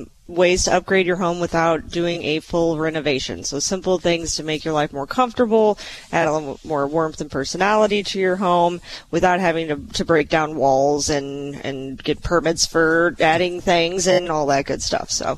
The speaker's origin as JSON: {"language": "English", "town": "St. Louis", "region": "Missouri", "country": "United States", "moved": "yes", "said": "I'm from the St. Louis area"}